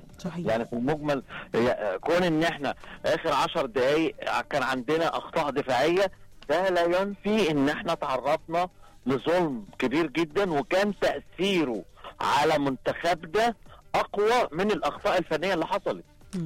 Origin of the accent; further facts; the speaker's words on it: Egypt; واحنا مصريين